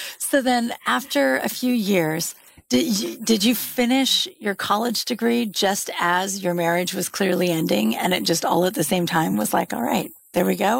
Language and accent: English; California, United States; moved away; I grew up near San Francisco